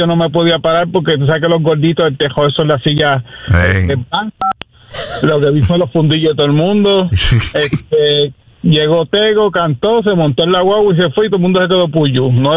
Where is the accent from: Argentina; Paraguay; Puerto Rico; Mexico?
Puerto Rico; Lares; No, yo soy de acá de Lares, muchacho